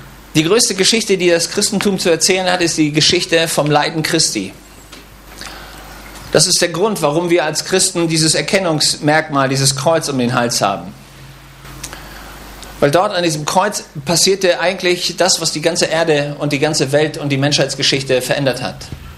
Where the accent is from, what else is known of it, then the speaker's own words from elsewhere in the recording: Germany; Also ich komme aus Deutschland